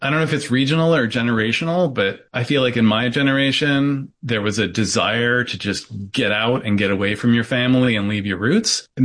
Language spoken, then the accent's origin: English; Rust Belt, United States; now in Knoxville, United States; I grew up in the Rust Belt. I lived up through graduate school in the Rust Belt.